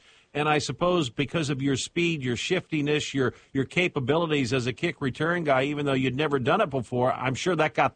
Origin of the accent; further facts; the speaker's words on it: Washington, District of Columbia, United States; I was born in Washington, D.C., and during the early part of my life, I spent some time there